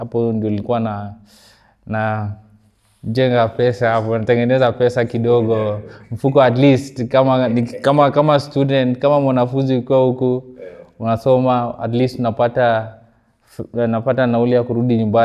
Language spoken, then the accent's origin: Swahili; Nairobi, Kenya; mi ni kijana nimelelewa Kibera. Nimelelewa huko, hapo ndo, unaona, unakuwa exposed to hii nini ya 5-star.